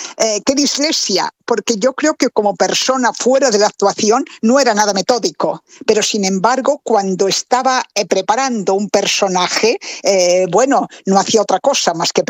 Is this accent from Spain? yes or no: yes; Region of Murcia, Spain; Mi físico demostraba que soy murciano y que, por lo tanto, demostraba el origen árabe que él quería dar a Nazario.